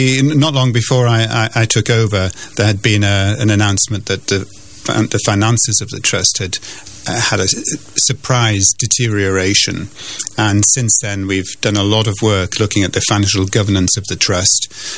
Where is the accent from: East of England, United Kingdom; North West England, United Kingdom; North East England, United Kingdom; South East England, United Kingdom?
North East England, United Kingdom; Newcastle upon Tyne; born there; I was born in Newcastle upon Tyne, quite a long time ago now. … And my parents came to the UK at the end of the war